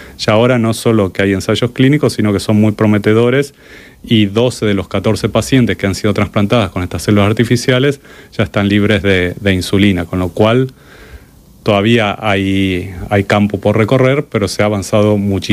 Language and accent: Spanish; Argentina; moved away as an adult; also born or lived in Madrid, Spain / Australia / Canada; now in Brussels, Belgium; yo soy argentino